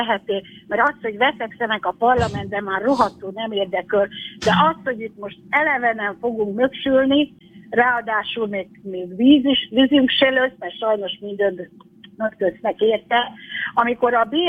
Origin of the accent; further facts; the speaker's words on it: Csongrád-Csanád, Hungary; Én falun nőttem föl gyönyörű gazdaságban, és közel ide Szegedhöz